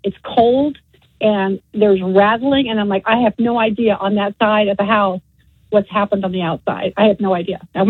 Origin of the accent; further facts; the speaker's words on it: Miami, Florida, United States; now in Milton, United States; I grew up in Miami.